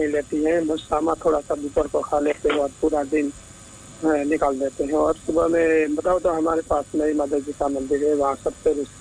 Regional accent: Gujarat, India; हमारे गुजरात में

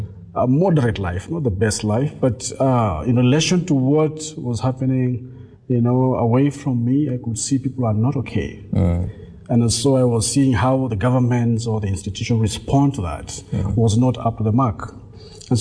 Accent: Nairobi, Kenya; now in Seychelles; I'm from Kenya. It's where I was born, in Nairobi. And this was 1973, if you like. Well, I was born in a big family

